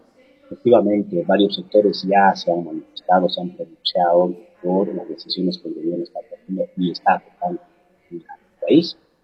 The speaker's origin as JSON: {"language": "Spanish", "country": "Bolivia", "said": "nosotros, como pueblo boliviano"}